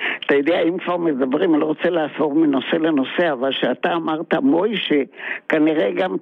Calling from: Tel Aviv, Tel Aviv District, Israel; מתל אביב.

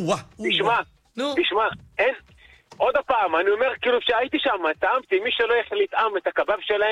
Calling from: Holon, Tel Aviv District, Israel

